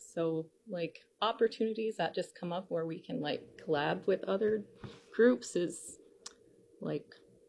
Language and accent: English; Unalakleet, Alaska, United States; I'm from Unalakleet.